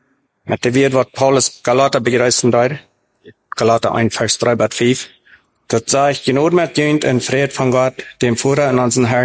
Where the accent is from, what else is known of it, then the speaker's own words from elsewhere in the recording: Paraguay; also born or lived in Mexico; Ich bin in Mexiko geboren und in diesem 1973, meine Eltern traten in Paraguay, als ich ein Jahr wir, mit etwa ein Jahr. Du sind ich dann der meiste Zeit abgewachsen.